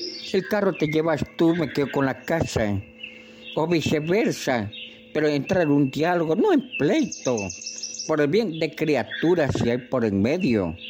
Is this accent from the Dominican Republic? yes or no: no; Ecuador; Yo soy orientano nativo, ecuatoriano. Soy ecuatoriano, compadrito, no confunda. No soy colombiano, no soy boliviano, no soy peruano. Soy ecuatoriano, compadrito.